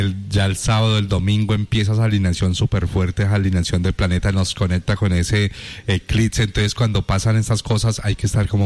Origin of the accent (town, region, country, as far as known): Cali, Valle del Cauca, Colombia